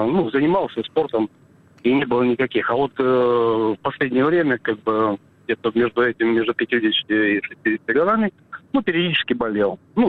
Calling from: Kursk Oblast, Russia; Я из Курской области, 64 года, работаю.

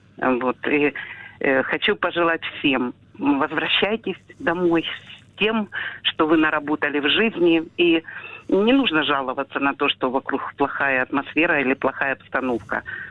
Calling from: Luhansk, Luhansk Oblast, Ukraine; Меня с 2014 года родственники, знакомые, друзья уговаривали уехать из Луганска, поехать за границу, поехать в Украину. Но я всех звала к себе.

